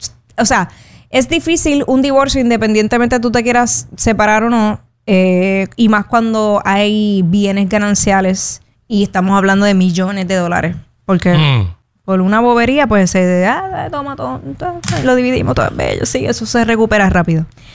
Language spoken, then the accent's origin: Spanish; Puerto Rico; Yo soy de Puerto Rico. Yo soy de Puerto Rico.